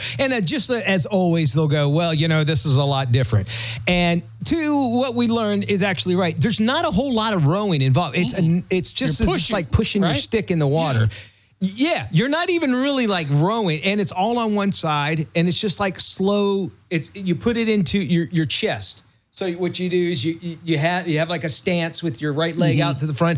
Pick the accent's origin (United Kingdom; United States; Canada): United Kingdom; England; Are you Italiano? And I go, no, I'm English.